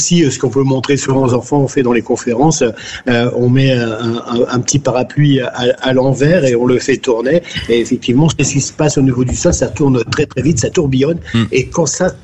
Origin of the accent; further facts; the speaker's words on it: France; chez nous, en France